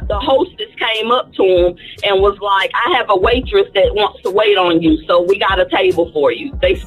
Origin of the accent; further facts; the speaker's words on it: North Carolina, United States; now in Florida, United States; Well, I'm from North Carolina, but I live in Florida now.